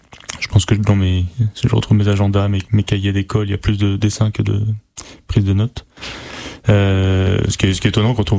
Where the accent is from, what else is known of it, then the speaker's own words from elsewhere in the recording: Paris, Île-de-France, France; parce que je viens de Paris à la base.